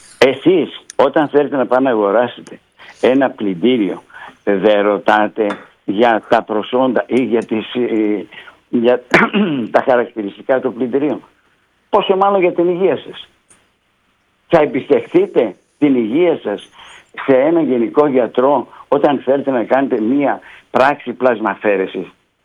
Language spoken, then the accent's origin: Greek; Preveza, Epirus, Greece; όταν είμαι εγώ από την Πρέβεζα 16 χρόνια πρόεδρος στον τομέα ηθικής και διοντολογίας